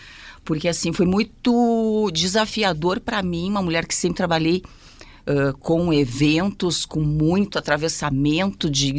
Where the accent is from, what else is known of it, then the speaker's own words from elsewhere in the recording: Porto Alegre, Rio Grande do Sul, Brazil; Eu sou do Rio Grande do Sul, de Porto Alegre